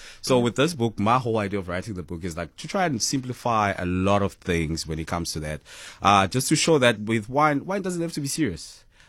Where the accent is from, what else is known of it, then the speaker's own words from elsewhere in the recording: Soweto, Gauteng, South Africa; I grew up in Soweto